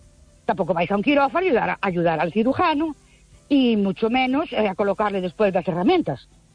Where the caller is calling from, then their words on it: Ourense, Galicia, Spain; de Orense otra vez.